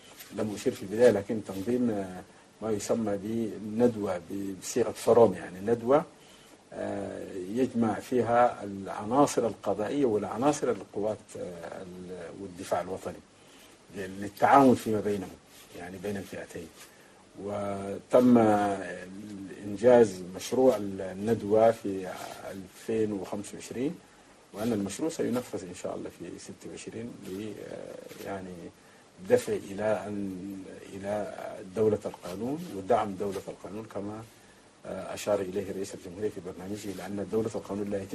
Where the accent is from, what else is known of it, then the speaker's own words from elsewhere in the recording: Chad; في بلادنا تشاد